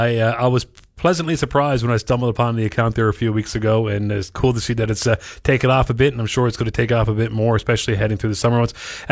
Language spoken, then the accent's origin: English; Mount Pearl, Newfoundland and Labrador, Canada; I grew up in Mount Pearl, and I was like, Frosties is still on the go.